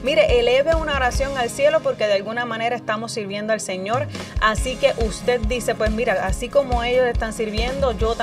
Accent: Puerto Rico; now in Minnesota, United States; Nosotros somos orgullosamente de Puerto Rico y vivimos en Minnesota.

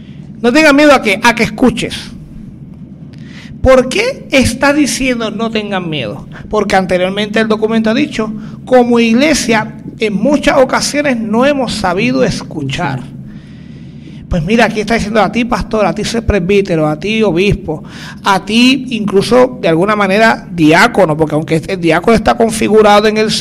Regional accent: Jayuya, Puerto Rico; moved away; Yo soy de Jayuya

